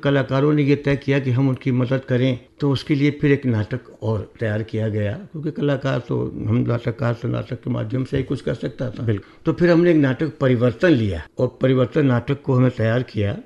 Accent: Moradabad, Uttar Pradesh, India; मेरा जन्म मुरादाबाद में हुआ

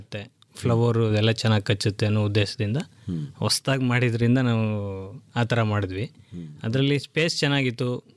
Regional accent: Ravani, Karnataka, India; ನಮ್ಮ ಊರು ರಾವಣಿ, ಮಳವಳ್ಳಿ ತಾಲೂಕು, ಮಂಡ್ಯ ಜಿಲ್ಲೆ.

